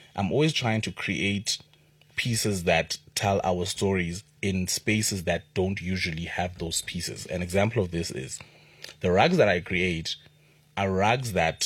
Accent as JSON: {"language": "English", "region": "Eastern Cape", "country": "South Africa", "tie": "born or raised there", "said": "I grew up in the Eastern Cape, where I come from a place where people just speak Xhosa"}